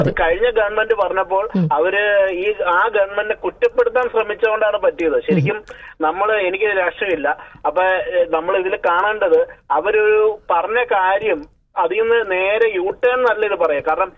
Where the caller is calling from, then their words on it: Ernakulam, Kerala, India; എറണാകുളത്ത്